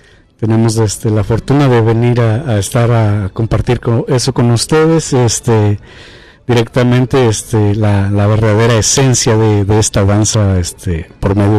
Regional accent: San Sebastián Tecomaxtlahuaca, Oaxaca, Mexico; now in California, United States; originalmente la esencia de esta danza inicias en mi pueblo, San Sebastián Tecomaxtlahuaca.

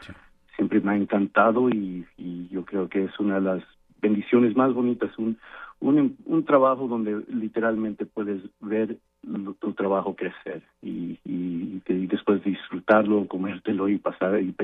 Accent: Mexico; now in United States; Bueno, puedo decir que soy como cualquier otra persona, mexicano aquí en los Estados Unidos, y yo me considero muy orgullosamente americano

